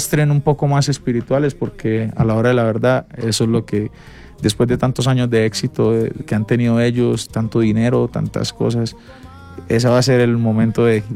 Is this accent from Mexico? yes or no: no; Colombia; Y yo, igual siendo colombiano